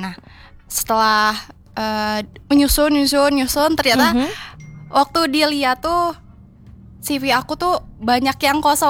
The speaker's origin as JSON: {"language": "Indonesian", "town": "Batujajar", "region": "West Java", "country": "Indonesia", "said": "Iya, aku kebetulan dari KBB."}